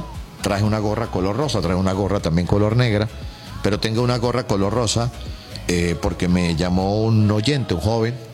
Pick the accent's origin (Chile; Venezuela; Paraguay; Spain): Venezuela; Y con esto tenemos que aprender los venezolanos.